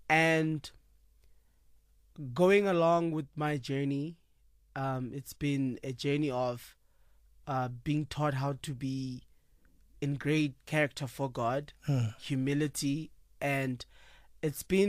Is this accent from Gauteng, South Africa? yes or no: yes; Soweto, Gauteng, South Africa; I grew up in Freedom Park. Mm. In Soweto, and growing up we lived in a shack